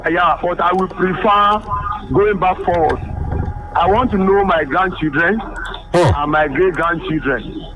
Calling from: Shao, Kwara, Nigeria; calling from Shao.

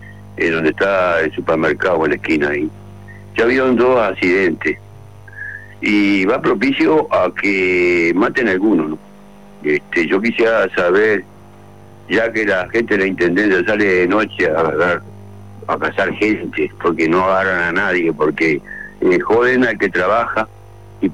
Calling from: Maldonado, Uruguay; soy un vecino de Maldonado y yo ando en moto, ¿no?

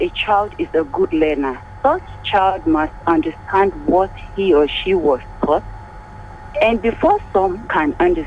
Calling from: Nigeria; from Zongo.

